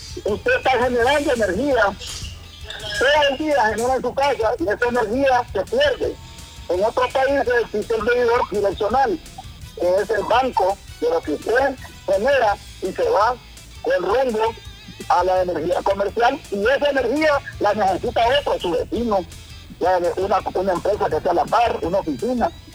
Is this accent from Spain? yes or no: no; Honduras; born there; moved away as an adult; also born or lived in Costa Rica; estuve 8 años en Costa Rica y después de la pandemia estoy aquí en Honduras. Yo soy hondureño, nací en Honduras.